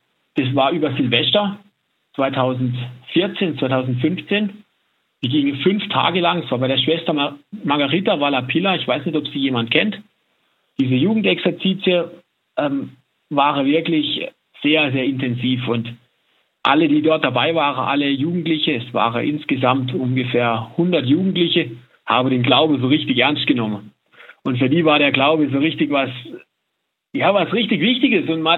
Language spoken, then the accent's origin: German; Baden-Württemberg, Germany; Wir sind am Land aufgewachsen, im Hochschwarzwald bei uns. Da gibt es eine sehr ländliche Gegend.